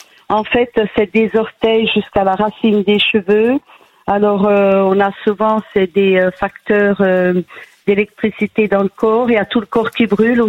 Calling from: Montbéliard, Bourgogne-Franche-Comté, France; J'habite à Montbéliard, exactement.

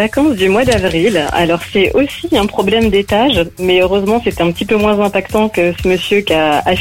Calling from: Normandy, France; Je viens de Serville-Bray dans le Calvados.

